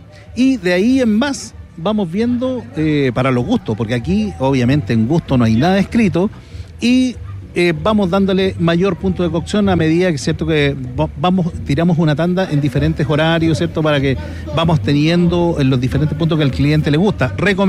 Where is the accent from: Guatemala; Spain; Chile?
Chile; Peñaflor, Santiago Metropolitan Region; Nosotros somos oriundos de Peñaflor. Ahora estamos con el restaurante en Talagante.